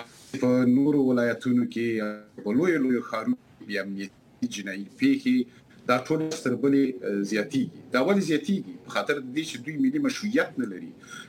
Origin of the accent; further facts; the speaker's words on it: Afghanistan; زه د افغانستان یو وګړی یم